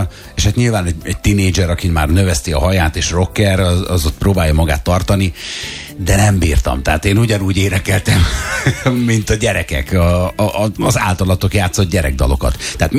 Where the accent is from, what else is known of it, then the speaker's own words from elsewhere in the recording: Szekszárd, Tolna, Hungary; én Szekszárdi vagyok, én ott nőttem fel